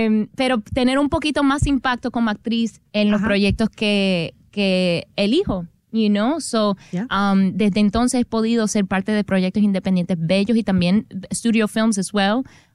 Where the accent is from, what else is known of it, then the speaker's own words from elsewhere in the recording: Dominican Republic; Como buena dominicana, eso mismo.